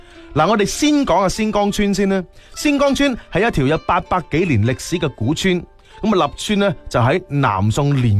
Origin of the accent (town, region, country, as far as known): Foshan, Guangdong, China